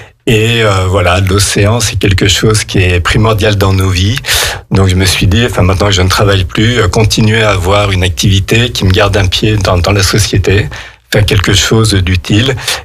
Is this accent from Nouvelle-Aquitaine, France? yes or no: no; Lyon, Auvergne-Rhône-Alpes, France; born there; also born or lived in Normandy / Savoie; now in Aix-les-Bains, France; moi j'ai pas grandi en Normandie, né en Savoie, mais à Lyon